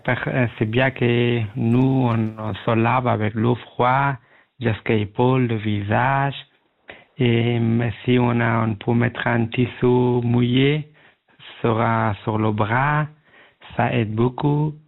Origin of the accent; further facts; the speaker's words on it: Afghanistan; French is a second language; Oui, moi, je suis d'origine afghane.